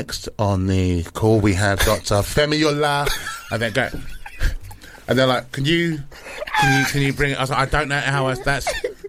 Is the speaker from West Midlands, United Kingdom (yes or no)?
no; London, United Kingdom; born there; also born or lived in Lagos; And I'm dragged up in North London. Like, I sound like this, but then I also did a lot of growing up in Lagos.